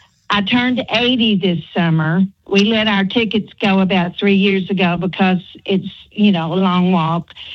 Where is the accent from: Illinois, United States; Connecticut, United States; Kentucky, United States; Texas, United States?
Kentucky, United States; Corbin; accent: Corbin; I've been scared to call because of my Corbin accent.